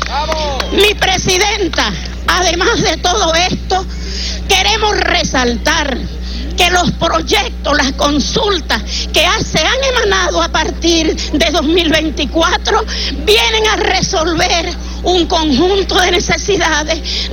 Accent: Venezuela; con todo el respeto y la dignidad que nos caracteriza como venezolanos

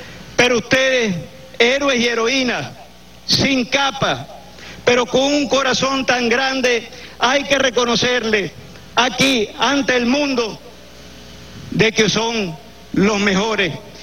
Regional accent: Venezuela; como un miembro más, como un venezolano, que no se cansa de repetir que el pueblo venezolano tiene lo mejor del mundo

